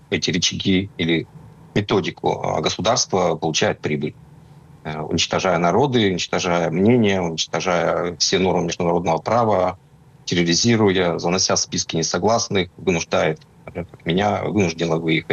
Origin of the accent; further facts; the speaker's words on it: Murmansk Oblast, Russia; я сам из Мурманской области, где много промышленных гигантов, это Норильский никель, Федоровы тундры